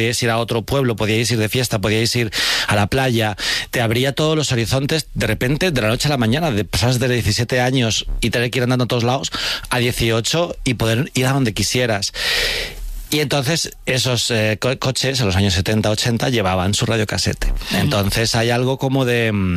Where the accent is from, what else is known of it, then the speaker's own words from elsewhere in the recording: Alcorcón, Community of Madrid, Spain; cuando decían, ¿tú de dónde eres? Yo decía, Alcorcón, la gente era como... ¿Sabes? En plan, como que les parecía gracioso ser de Alcorcón. Y yo, ¿qué pasa? En plan, para mí ser de Alcorcón era normal.